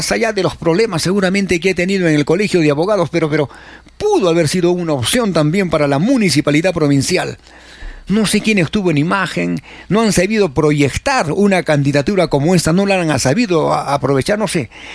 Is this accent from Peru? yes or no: yes; Arequipa, Peru